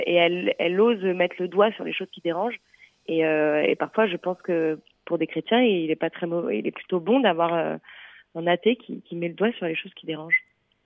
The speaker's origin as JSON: {"language": "French", "town": "Paris", "region": "Île-de-France", "country": "France"}